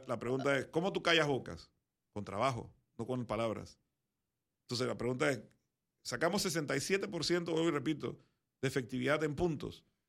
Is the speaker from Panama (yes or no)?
yes; Panama; porque como panameños logramos algo que era inalcanzable o impensable.